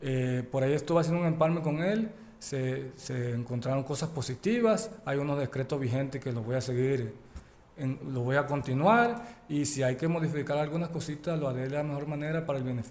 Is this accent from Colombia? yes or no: yes; Villanueva, Colombia; Siempre me ha gustado venir a trabajar por mi Villanueva, que tanto quiero